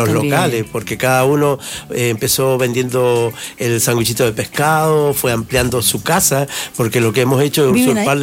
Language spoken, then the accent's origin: Spanish; Argentina; moved away as an adult; now in Peñuelas, Chile; yo soy argentino. Un argentino.